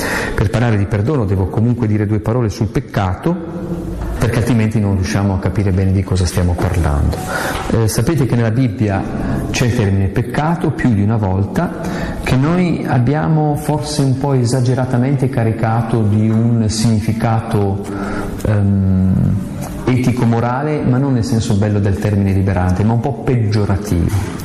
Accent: Aosta Valley, Italy; qualche giorno fa dalle mie parti, purtroppo io ero a Spoleto, si è celebrato il patrono di San Bernardo di Aosta.

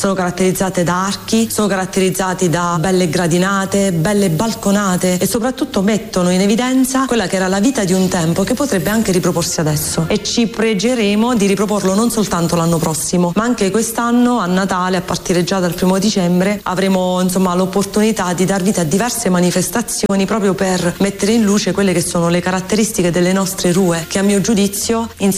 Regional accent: Volturino, Apulia, Italy; Volturino per me veramente è tutto, basti pensare che sono nata proprio a Volturino, quindi per me Volturino è bella gente, bella aria, ed è bello il fatto per esempio di uscire in piazza e trovare un sacco di persone dove comunque ci conosciamo tutti

